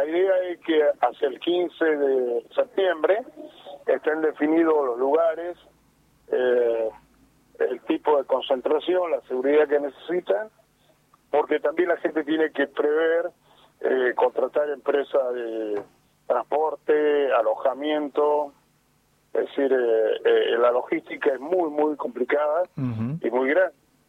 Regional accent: Tucumán, Argentina; born there; La parte de atrás del aeropuerto es un pueblo donde yo nací.

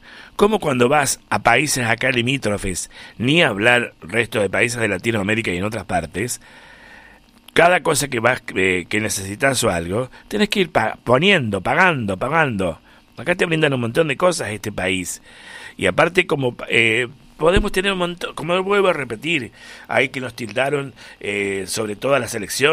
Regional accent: Argentina; no me toquen a la Argentina, no, porque soy argentino

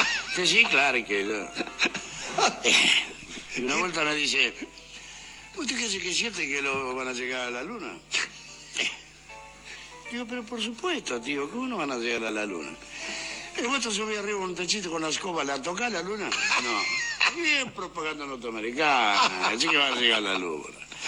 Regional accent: Buenos Aires, Argentina; born there; Yo nací en el barrio de Saavedra. En la calle Avenida del Tejar, 3050.

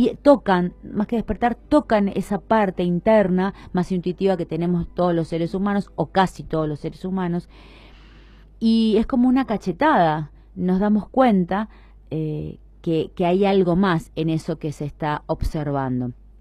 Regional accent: Argentina; somos todos argentinos

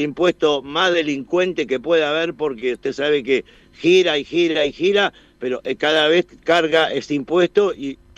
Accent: Morón, Buenos Aires Province, Argentina; yo soy de Morón, estoy en el conurbano

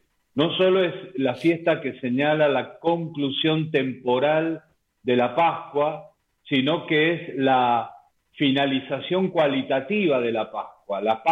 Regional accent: San Martín, Mendoza, Argentina; soy mendocino, pero soy de San Martín de Mendoza, que es lo más contrera Independiente.

